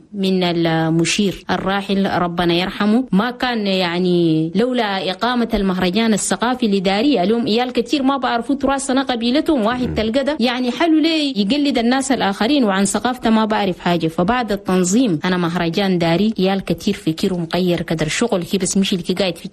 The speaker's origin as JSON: {"language": "Arabic", "country": "Chad", "said": "بلدنا تشاد"}